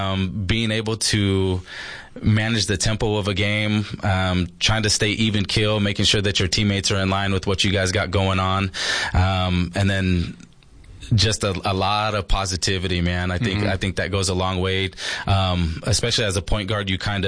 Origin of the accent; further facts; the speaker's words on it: Yuma, Arizona, United States; Born and raised in Yuma. Yep. Played sports here my whole life, ventured off to college